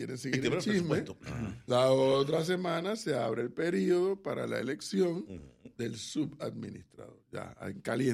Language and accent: Spanish; Panama